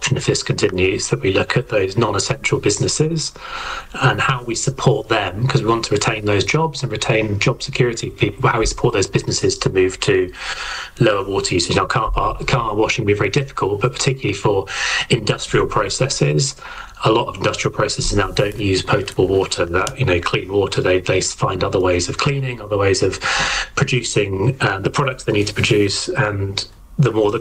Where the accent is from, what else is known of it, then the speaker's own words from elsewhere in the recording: South East England, United Kingdom; I'm from Hampshire. I grew up there.